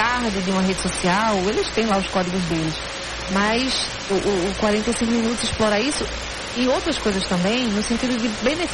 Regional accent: Pernambuco, Brazil; É porque a gente é pernambucana.

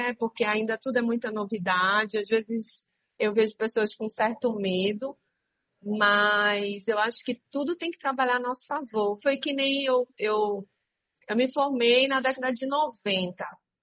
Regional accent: São Paulo, Brazil; also born or lived in Rio de Janeiro; now in Recife, Brazil; eu não sou daqui, eu não sou de Recife, por exemplo. Eu nasci no Rio, mas eu me criei em São Paulo. Eu estou aqui há 22 anos.

